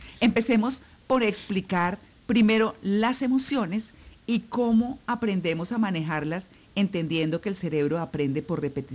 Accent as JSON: {"language": "Spanish", "region": "Bogotá", "country": "Colombia", "said": "para mí, perfectos grisecitos, con lluviecita, como bogotana, pues."}